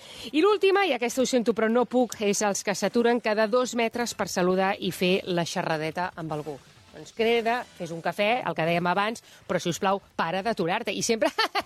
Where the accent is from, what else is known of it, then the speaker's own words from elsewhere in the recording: Badalona, Catalonia, Spain; jo que soc de Badalona